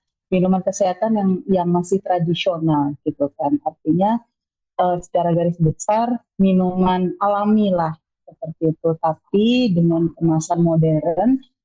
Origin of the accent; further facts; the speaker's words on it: Jayapura, Papua, Indonesia; Saya lahir besar di Jayapura. Saya sudah berkeluarga. Kebetulan saya kelahiran di tahun 87.